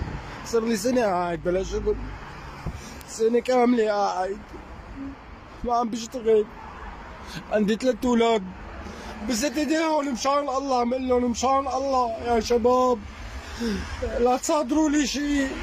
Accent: Egypt; انا مواطن مصري، ما لي علاقة لا بالنظام ولا لي علاقة بهدول ولا بهدنك ولا بحدا.

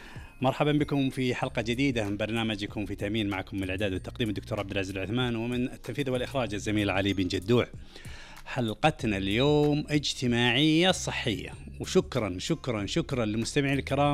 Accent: Saudi Arabia; احنا نفخر بعاداتنا كسعوديين محافظين على ديننا وعلى وطننا وعلى قيمنا

